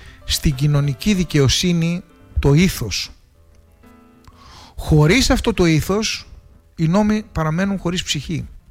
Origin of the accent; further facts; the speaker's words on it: Greece; Είμαστε Ορθόδοξοι επειδή είμαστε Έλληνες.